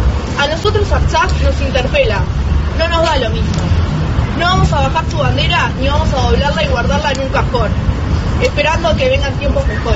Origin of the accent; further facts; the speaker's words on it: Uruguay; nosotros vamos a decir con más fuerza todavía que somos armenios, que somos uruguayos y que amamos la libertad de nuestros pueblos.